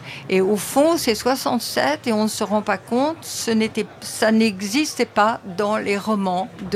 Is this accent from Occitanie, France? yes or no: yes; Toulouse, Occitanie, France; Oui, oui, je suis Toulousain aussi.